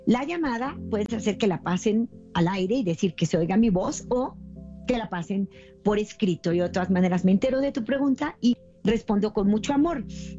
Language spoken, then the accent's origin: Spanish; Mexico; Si vives en México, tenemos un número en mi país